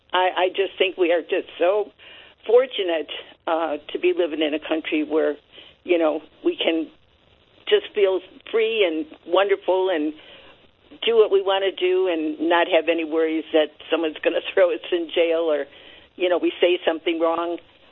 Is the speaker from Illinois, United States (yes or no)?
no; Cleveland, Ohio, United States; from Cleveland, Ohio. We are the home of the Rock and Roll Hall of Fame